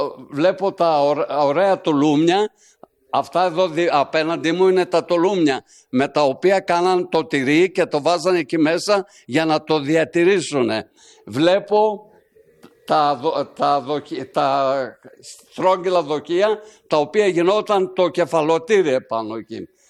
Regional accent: Tyrnavos, Thessaly, Greece; συνταξιούχος οδοντίατρος, κατάγομαι από τον Τύρναβο, γεννήθηκα το 1945 στον Τύρναβο, αλλά οι παππούδες μου ήταν αγωγιάτες στη Σαμαρίνα.

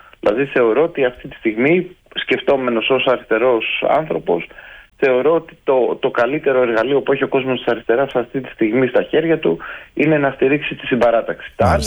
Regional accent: Athens, Attica, Greece; για να σας πω ένα συγκεκριμένο παράδειγμα για το στεγαστικό από την πόλη μου, από το Δήμο Αθηναίων.

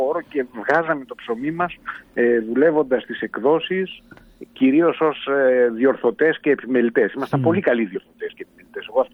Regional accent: Mani, Peloponnese, Greece

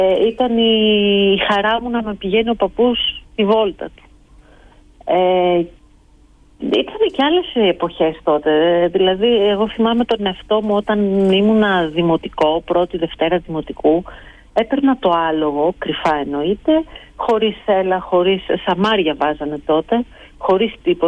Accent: Ioannina, Epirus, Greece; είμαι από τα Γιάννενα, οπότε το χωριό του παππού μου ήταν η Δοδόνη.

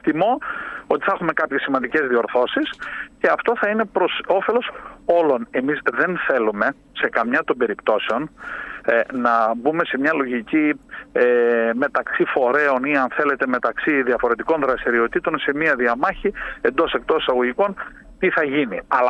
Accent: Central Macedonia, Greece; Θα τσίτ που λένε στο χωριό μου στη Χαλκιδική.

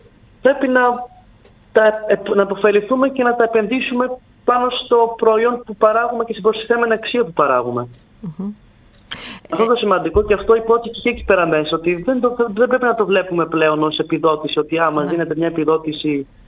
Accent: Volos, Thessaly, Greece; Άλλο σημαντικό θέμα που μας είπαν όταν είπαμε ότι είμαστε από τη Θεσσαλία και από το Βόλο.

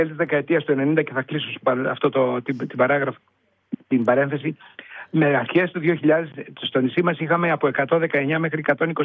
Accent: Kissamos, Crete, Greece; born there; moved away

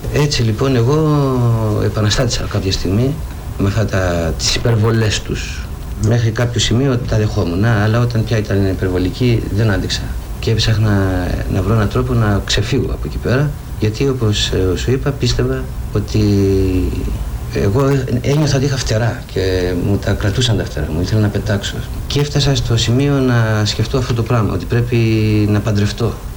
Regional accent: Korydallos, Attica, Greece; Έχω μεγαλώσει σε γειτονιά, είμαι κοκκινιώτης, συγκεκριμένα από τον Κορυδαλό και τα παιδικά μου χρόνια τα έχω περάσει πολύ φτωχικά

